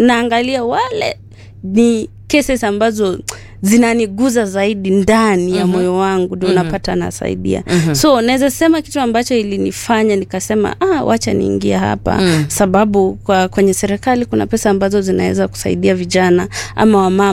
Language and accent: Swahili; Bungoma, Bungoma County, Kenya; born there; Bungoma ndio mahali ambapo nimezaliwa